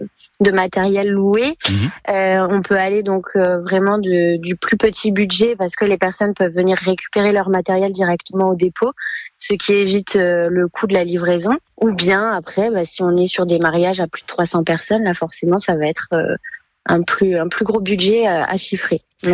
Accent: Castandet, Nouvelle-Aquitaine, France; dans mon village natal, donc la commune de Castandé

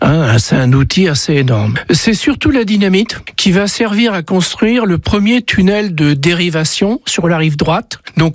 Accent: France; chez nous, en France

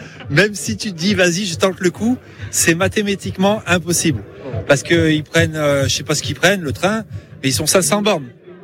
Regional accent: Lyon, Auvergne-Rhône-Alpes, France; Je suis de Lyon, oui.

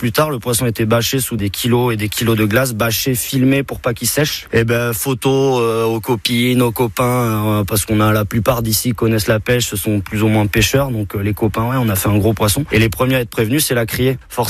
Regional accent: Caudéran, Nouvelle-Aquitaine, France; born there; j'ai 31 ans. Non, je suis né à Codéran et je suis marin pêcheur sur le Cap Ferret.

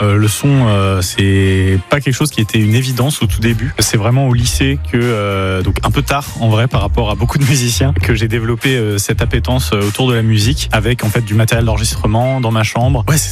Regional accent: Le Mans, Pays de la Loire, France; Moi, mon enfance, elle est assez simple vu que je suis né au Mans et que j'ai fait un parcours école Garnier-Pagès, collège Vieux-Colombier, lycée Bellevue.

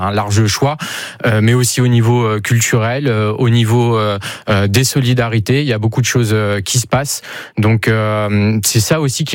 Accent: Montargis, Centre-Val de Loire, France; now in Tours, France; Mais moi je suis de Montargis

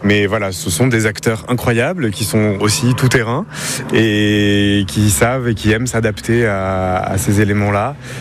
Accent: Valence, Auvergne-Rhône-Alpes, France; Je suis originaire de Valence.

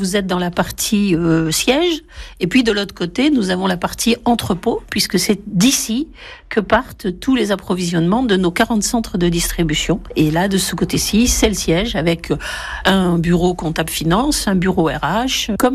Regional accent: Bordeaux, Nouvelle-Aquitaine, France; je suis bordelaise

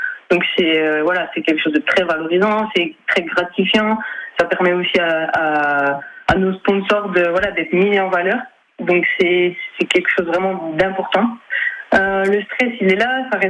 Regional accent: Morteau, Bourgogne-Franche-Comté, France; Donc, je suis originaire de Morteau et je m'entraîne beaucoup dans le Val de Morteau.

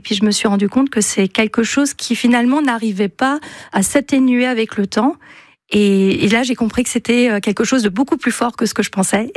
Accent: Grand Est, France; Je suis originaire du Haut-Rhin.

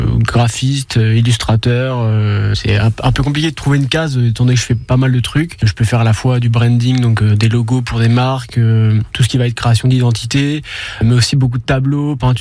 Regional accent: Caen, Normandy, France; je suis né ici, à Caen, du coup. Et j'ai grandi ici, plus dans la campagne, du coup, aux alentours. Mais bon, j'étais au collège ici, à Caen

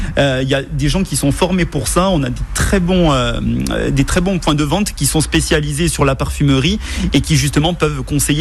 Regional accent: Occitanie, France; Moi, par exemple, je suis du Tarn, à Vaud-Olivèze, et j'ai été baptisé là-bas, et je voulais faire un lien avec les églises de chez nous.

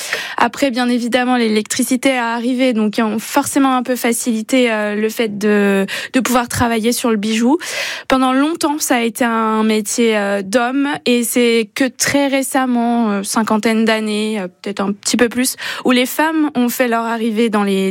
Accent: Auvergne-Rhône-Alpes, France; now in Clermont-Ferrand, France; Bah, en fait, pour vous dire, moi, je suis pas de Clermont. Je suis du Beaujolais.

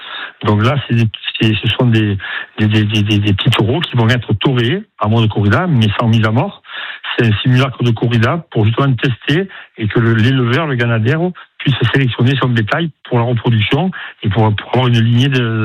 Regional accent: Saint-Rémy-de-Provence, Provence-Alpes-Côte d'Azur, France; Moi, je suis originaire plutôt du côté de Saint-Rémy-de-Provence, où là-bas, il y a aussi des arènes, et des courses de taureaux, et des abrivados, des bandidos, des anciens.

